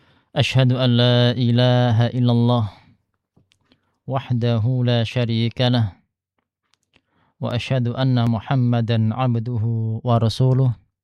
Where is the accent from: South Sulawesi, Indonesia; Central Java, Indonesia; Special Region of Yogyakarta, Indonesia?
Central Java, Indonesia; Sragen; also born or lived in Jember; now in Perawang, Indonesia; Kalau ana asalnya dari Sragen.